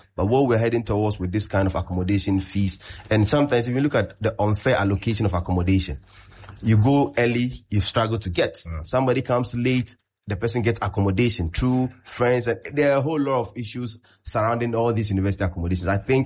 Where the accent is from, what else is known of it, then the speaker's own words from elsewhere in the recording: Kumasi, Ashanti, Ghana; moved away as an adult; now in Accra, Ghana; I came from Kumasi. I'm not an Accra boy. I came from Kumasi